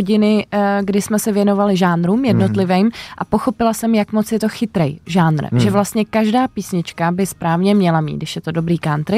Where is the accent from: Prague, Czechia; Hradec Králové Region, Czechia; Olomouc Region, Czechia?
Prague, Czechia; Já jsem celoživotně Praha 6.